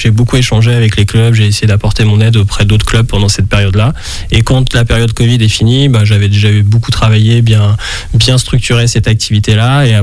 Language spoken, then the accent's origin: French; Challans, Pays de la Loire, France; j'ai grandi à Chalon et j'ai découvert le milieu nautique, le milieu marin à Saint-Jean-de-Mont, la plage la plus proche.